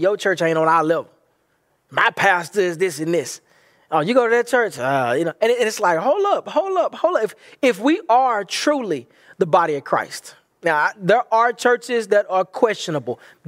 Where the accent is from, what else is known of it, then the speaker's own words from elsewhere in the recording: Bible Belt, United States; I do come from a background from where I'm from, in growing up in the Bible Belt